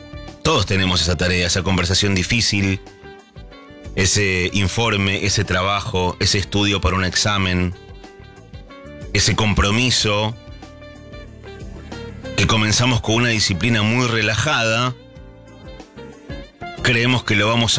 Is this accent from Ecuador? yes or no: no; Argentina; nosotros como argentinos